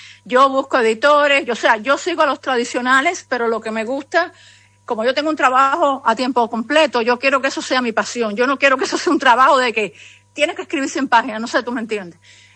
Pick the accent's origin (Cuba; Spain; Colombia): Cuba; accent: Cuban; now in Miami, United States; Ese sable lo vi creciendo en mi casa en Cuba.